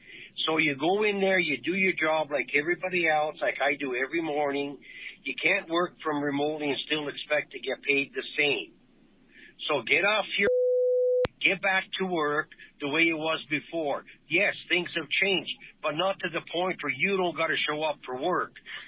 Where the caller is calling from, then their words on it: Calgary, Alberta, Canada; I'm from Calgary.